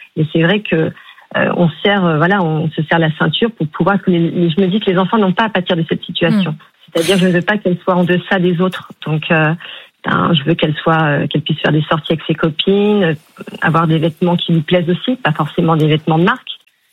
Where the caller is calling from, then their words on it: Sartrouville, Île-de-France, France; De Sartrouville, dans les Yvelines.